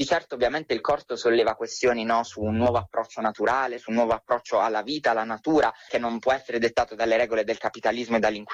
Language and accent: Italian; Apulia, Italy; Io sono pugliese e ho questo ricordo di queste bellissime lande desolate, le chiamo io, no? Con queste gravine rocciose, questi meravigliosi campi sconfinati.